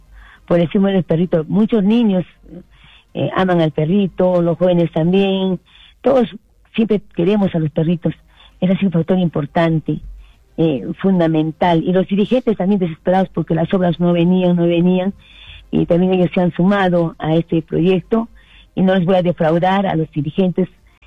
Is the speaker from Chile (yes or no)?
no; Hunter, Arequipa, Peru; agradecer a mi pueblo lindo de Hunter por la confianza, por segunda vez que me da para trabajar por mi pueblo lindo. Muy agradecida al pueblo de Hunter.